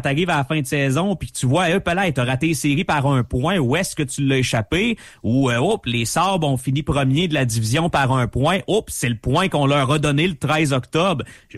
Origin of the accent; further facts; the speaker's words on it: Val-d'Or, Quebec, Canada; je suis plus à Val-d'Or depuis quoi? Un genre de 8 ans. J'ai gardé cette job-là. Ça me rattache à ma ville natale.